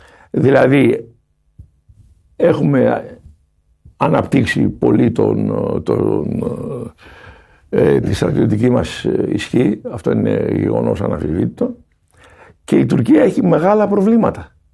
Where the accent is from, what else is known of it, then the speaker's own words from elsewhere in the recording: Iraklia, South Aegean, Greece; Δηλαδή στο νησί μου, στην Ηρακλιά